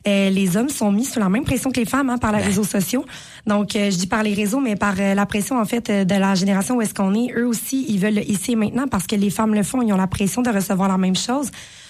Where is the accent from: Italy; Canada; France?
Canada; Lavaltrie, Quebec; moi, je suis native de Valtrie. Donc, j'ai une attache particulière pour la Valtrie.